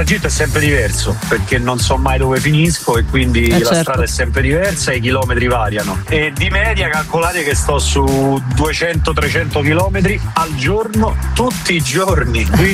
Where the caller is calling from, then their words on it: Rome, Lazio, Italy; da Roma, tassista da Roma, aggiungerei.